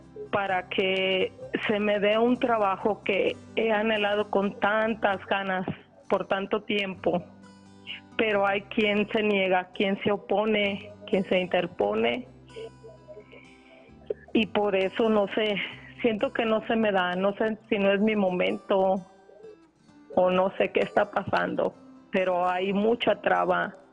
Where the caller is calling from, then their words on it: Concepción de Buenos Aires, Jalisco, Mexico; De Concepción de Buenos Aires, Jalisco